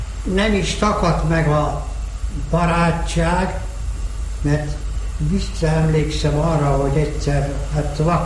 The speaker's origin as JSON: {"language": "Hungarian", "town": "Jobbágytelke", "region": "Mureș County", "country": "Romania", "tie": "born or raised there", "said": "Erdélyben, Maros-székén, jobbágytelkén születtem, kisdiák koromban. Marosvásárhelyen jártam gimnáziumban"}